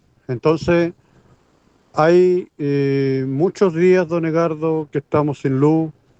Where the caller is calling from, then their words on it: Chile; Yo vivo de Huellagüe, camino a Calasquén